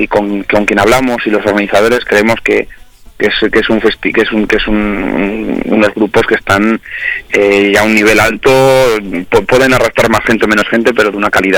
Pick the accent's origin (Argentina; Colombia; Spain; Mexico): Spain; Castile and León; yo siempre digo que Tierra de Campos es una zona... No sé, es porque estoy yo súper enamorado, ¿no? de mi tierra, de mi pueblo